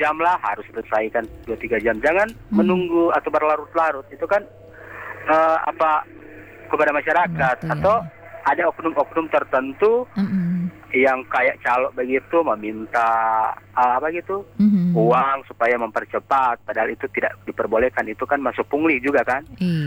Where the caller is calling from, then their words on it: Manado, North Sulawesi, Indonesia; Tapi kalau aku dari Manado enggak apa-apa kan?